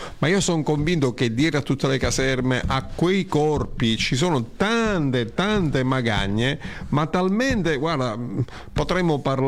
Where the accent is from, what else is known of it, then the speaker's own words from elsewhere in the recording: Sicily, Italy; io sono siciliano